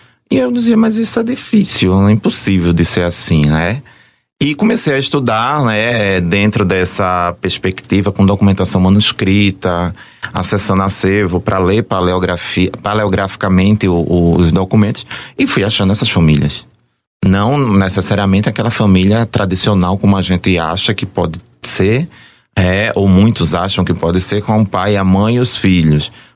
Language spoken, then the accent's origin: Portuguese; Recife, Pernambuco, Brazil; moved away as an adult; now in Maceió, Brazil; eu vim da periferia de Recife, nasci numa periferia comparada aqui com Maceió, eu diria que é um pouco uma mistura do Vale do Reginaldo com o Jacintinho, que é Água Fria.